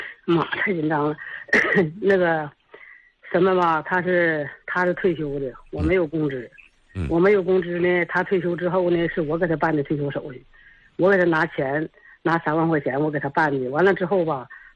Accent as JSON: {"language": "Chinese", "town": "Suizhong", "region": "Liaoning", "country": "China", "tie": "born or raised there", "moved": "yes", "said": "我老家是绥中"}